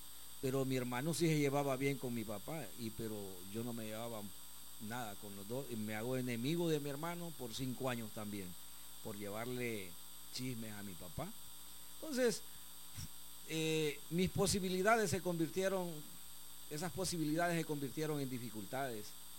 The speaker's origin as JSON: {"language": "Spanish", "region": "Choluteca", "country": "Honduras", "tie": "born there", "said": "nací en Choluteca bajo una tormenta."}